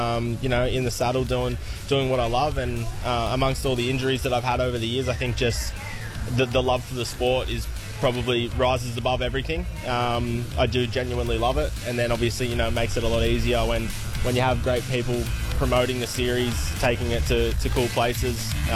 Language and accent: English; Sydney, New South Wales, Australia; I'm from Sydney, but I've spent a lot of time here as a kid.